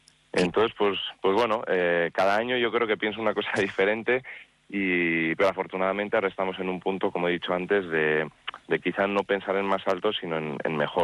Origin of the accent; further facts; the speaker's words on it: Vitoria-Gasteiz, Basque Country, Spain; born there; also born or lived in Yécora; Yo soy nacido aquí en Gasteiz y, pues igual, en invierno estoy más en Gasteiz, en verano más en Yécora.